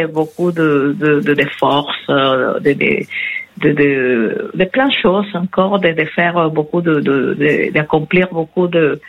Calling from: Provence-Alpes-Côte d'Azur, France; Je suis en Provence, à l'est de la France.

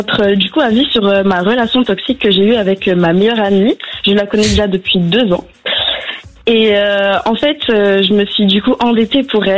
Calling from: Bordeaux, Nouvelle-Aquitaine, France; Alors, j'ai 20 ans et je viens de Bordeaux.

